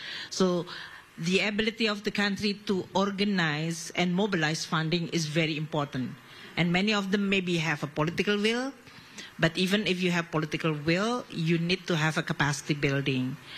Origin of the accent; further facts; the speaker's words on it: Indonesia; I mean, I come from Indonesia, archipelago country with very obvious this climate change implication.